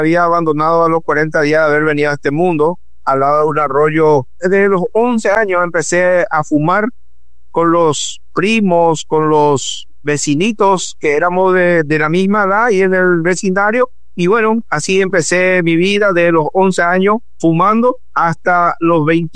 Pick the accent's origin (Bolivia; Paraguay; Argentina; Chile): Paraguay; soy de Paraguay, soy casado con … tengo una hija de 15 años y somos tres aquí en la casa.